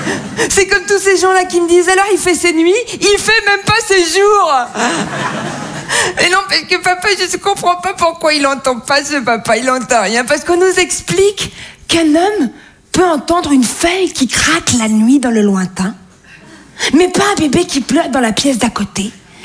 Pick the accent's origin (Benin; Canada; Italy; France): France; Toulon, Provence-Alpes-Côte d'Azur; born there; Je suis née en 1996 à Toulon. Tout le monde voit Toulon ? La Côte d'Azur, les gros bateaux, les milliardaires ? C'est pas là, c'est juste avant.